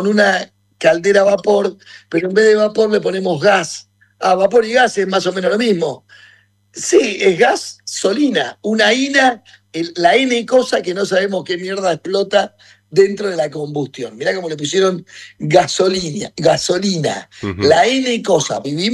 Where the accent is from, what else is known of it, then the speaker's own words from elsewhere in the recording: Argentina; born there; la nación argentina, a la cual yo pertenezco y estoy muy orgulloso de pertenecer y amo a mi país, porque es karmáticamente es la tierra donde nacimos.